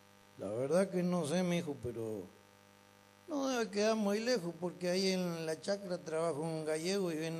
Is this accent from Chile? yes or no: no; Barrancas, Mendoza, Argentina; moved away; Yo nací en Mendoza, en Maipú. Al sur de Maipú hay un pueblito que se llama Barrancas, entre medio de los cerros. Tiene las callecitas de tierra. Ahí en Barrancas nací yo hace como 26 años